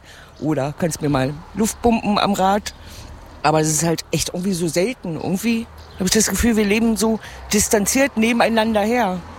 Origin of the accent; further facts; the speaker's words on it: Miestl, Saxony-Anhalt, Germany; Ich komme aus Miestl, das ist mitten im Drömmling in der Altmark. Ja, da komme ich her. Ja, ist halt alles wahnsinnig ländlich, ne? Also wir haben mehr Bäume als Menschen.